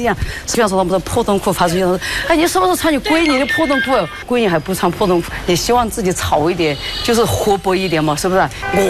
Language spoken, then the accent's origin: Chinese; Sichuan, China; also born or lived in Guangdong; now in Hangzhou, China; 我娘家是四川的，我老公是河南的，是我们两个在广东打工认识的，认识了就上这杭州来摊煎饼30年。